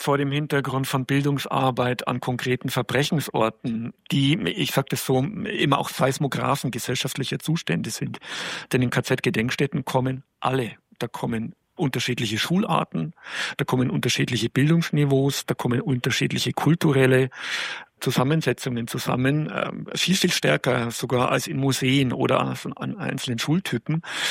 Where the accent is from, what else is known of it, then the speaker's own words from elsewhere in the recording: Bavaria, Germany; Ich als Oberpfälzer